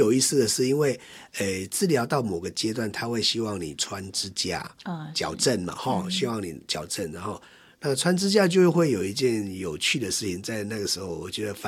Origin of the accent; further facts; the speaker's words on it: Taiwan; first language Taiwanese; 因为我八岁以前是讲台语。然后我小二的时候就搬到，我妈妈是客家人，我又搬到客家庄，我又讲客语。